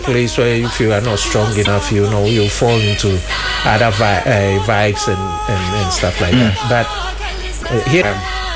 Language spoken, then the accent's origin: English; Kumasi, Ashanti, Ghana; You can tell me I was born in Bantama. I was brought up in Bantama.